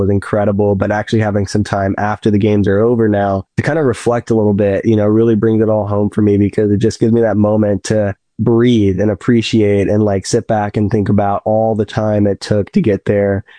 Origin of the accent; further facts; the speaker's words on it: St. Louis, Missouri, United States; You know, I grew up in Missouri and St. Louis in the U.S. And as you guys know, that's not in the mountains at all. It's the Midwest.